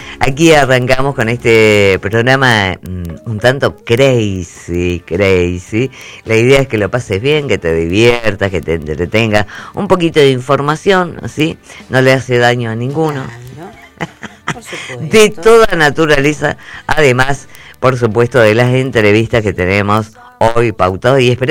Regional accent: Argentina

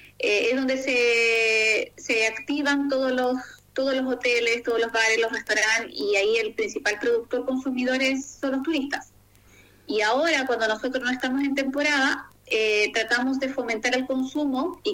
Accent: Patagonia, Argentina; Y Carancho porque somos de acá de la Patagonia.

